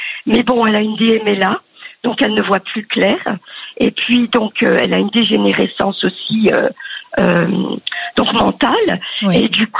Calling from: Grand Est, France; Je vous appelle de Meurthe-et-Moselle

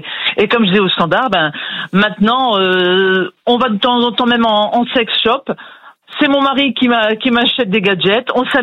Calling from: Grand Est, France; Je vous appelle de la Moselle.

